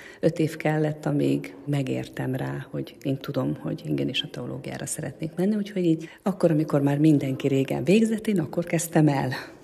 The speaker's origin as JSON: {"language": "Hungarian", "region": "Borsod-Abaúj-Zemplén", "country": "Hungary", "moved": "yes", "lives_now": "Hangács, Hungary", "said": "én egyébként Borsod-Gömöri vagyok"}